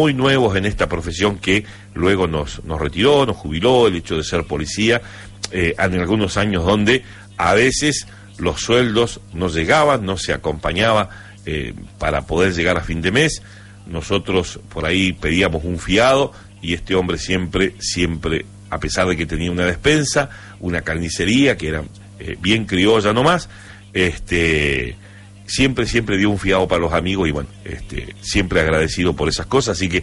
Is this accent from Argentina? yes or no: yes; General Roca, Río Negro, Argentina; Buenos días, Juan, le consulto, soy de Roca, ¿podré participar del sorteo?